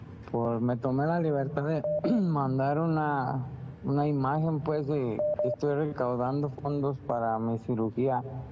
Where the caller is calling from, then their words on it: Zamora, Michoacán, Mexico; hablo de Zamora, Michoacán.